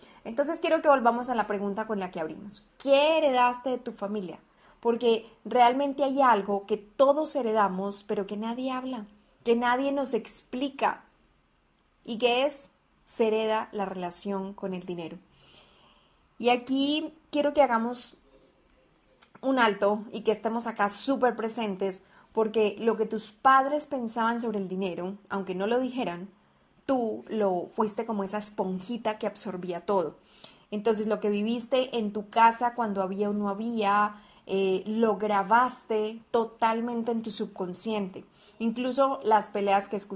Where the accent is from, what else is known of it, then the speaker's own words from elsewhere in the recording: Colombia; now in Guadalajara, Mexico; colombiana viviendo en Guadalajara, México.